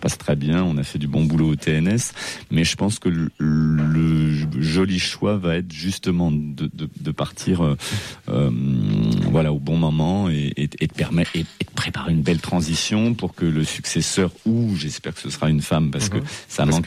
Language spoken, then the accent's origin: French; Avignon, Provence-Alpes-Côte d'Azur, France; born there; Ouais, je suis né dans le Hof, à Avignon.